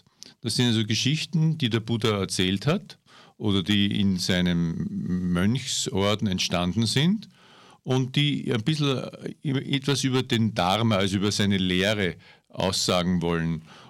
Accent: Vienna, Austria; now in Upper Austria, Austria; Mitte der 80er Jahre habe ich noch in Wien gewohnt, ich bin Wiener und habe dort recht intensiv die Zen-Praxis praktiziert. Bin dann nach Oberösterreich gekommen aus beruflichen Gründen

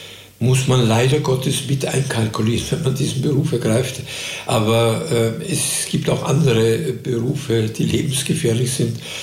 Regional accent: Linz, Upper Austria, Austria; Es ist Linz, Oberösterreich, ist meine absolut meine Heimat.

